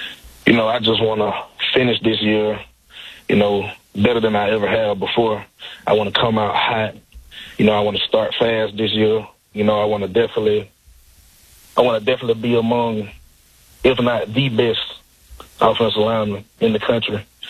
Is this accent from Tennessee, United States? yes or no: no; Georgia, United States; I'm originally from South Georgia, like